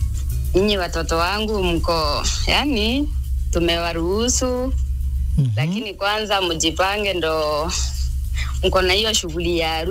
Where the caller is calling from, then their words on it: Meru County, Kenya; Natoka Meru.